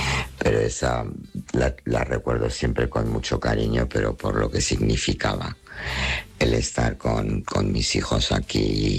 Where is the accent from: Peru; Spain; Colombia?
Spain; Alcalá de Henares, Community of Madrid; de Alcalá de Henares.